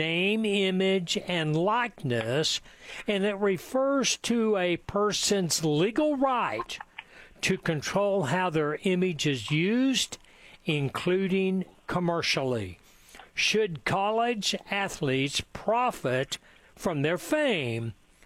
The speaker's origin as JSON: {"language": "English", "town": "Norman", "region": "Oklahoma", "country": "United States", "tie": "born or raised there", "said": "I grew up in Norman, and then I watched the news, and I'm a Sooner through and through."}